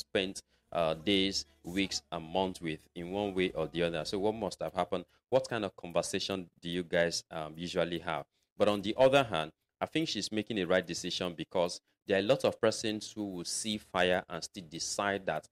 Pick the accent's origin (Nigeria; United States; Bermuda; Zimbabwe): Nigeria; especially being a Nigerian or being found in Nigeria, as the case may be.